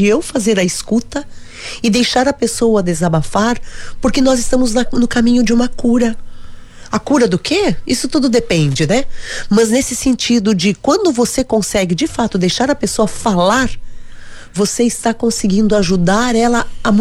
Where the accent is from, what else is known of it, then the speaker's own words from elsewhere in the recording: Roca Sales, Rio Grande do Sul, Brazil; moved away; eu sempre digo, eu saí de Roca Salles, mas Roca Salles não saiu de mim, porque são muitos anos, é uma vida constituída ali, né?